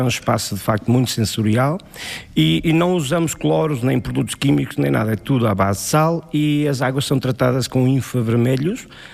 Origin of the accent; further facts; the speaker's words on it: Penalva do Castelo, Centro, Portugal; born there; also born or lived in Canada; Os meus pais são daqui do concelho, eu nasci no Canadá, os meus pais foram imigrantes, regressámos para cá com 8 anos, formei-me cá, tirei toda a formação cá, e eu costumo dizer que se alguém gosta de Penalva, ninguém gosta mais do que eu.